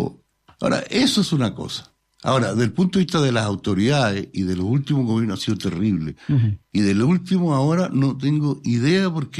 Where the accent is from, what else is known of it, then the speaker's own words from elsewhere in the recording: Chile; Yo soy hijo de inmigrantes árabes, que llegaron en 1914. Somos chilenos recién.